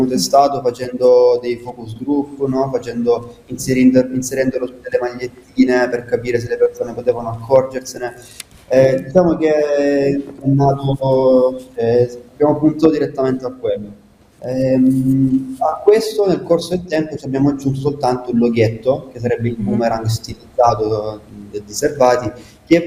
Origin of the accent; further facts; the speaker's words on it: Casarano, Apulia, Italy; nonostante se io e Marco siamo nati e cresciuti a Caserano